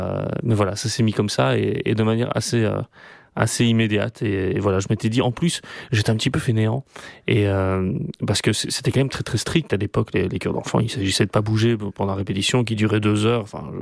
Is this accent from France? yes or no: no; Brussels, Brussels-Capital Region, Belgium; C'était organiste titulaire de la cathédrale de Bruxelles, moi je suis bruxellois